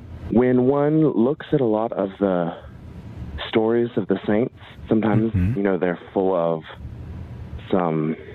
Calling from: North Carolina, United States; North Carolina.

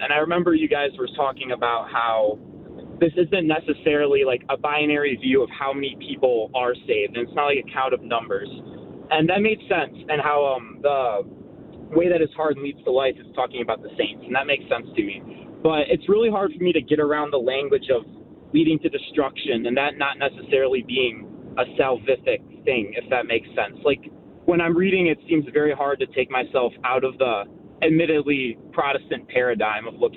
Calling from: Rochester Hills, Michigan, United States; I'm with my friend Brandon, and we're from Rochester Hills, Michigan

